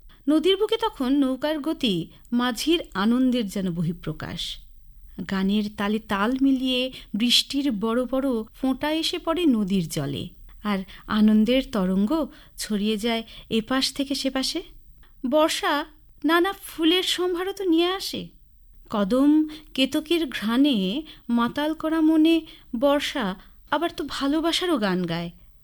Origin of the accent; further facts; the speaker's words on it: Jalpaiguri, West Bengal, India; আমার জন্ম কর্ম সব কিছুই, সব সূত্রেই আমি জলপাইগুড়ি। আমি জলপাইগুড়ি শহরে ছোট থেকেই বড় হয়েছি, আর উত্তরবঙ্গের এই ভূপ্রকৃতিতে আমি একেবারেই নিজেকে মানিয়ে নিয়েছি। আর পড়াশুনো থেকে শুরু করে আমার চাকরি জীবন গোটাটাই অঞ্চলভিত্তিক।